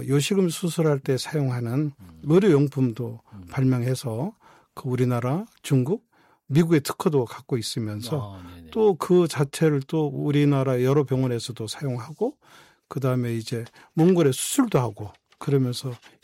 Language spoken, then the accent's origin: Korean; South Korea; 저는 대한민국 사람이라는 게 너무 행복하더라고요.